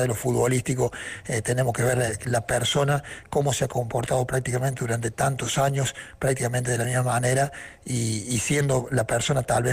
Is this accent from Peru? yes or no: no; Argentina